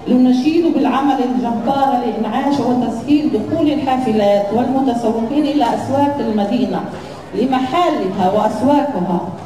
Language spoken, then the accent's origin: Arabic; Palestine; إحنا أبناء فلسطين التاريخية، نحيا بترابها ونموت على ترابه